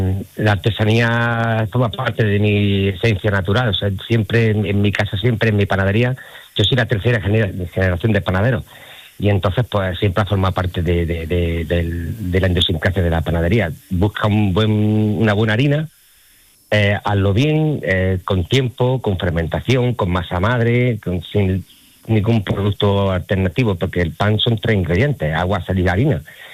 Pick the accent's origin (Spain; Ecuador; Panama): Spain; Andalusia; los andaluces no conseguimos el pan ácido